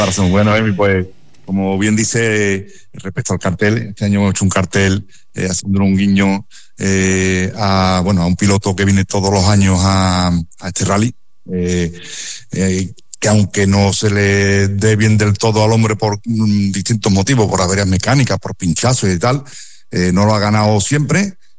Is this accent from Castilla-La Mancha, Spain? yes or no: no; El Paso, Andalusia, Spain; veía pasar los coches por mi pueblo, que en aquella época vivía yo en El Paso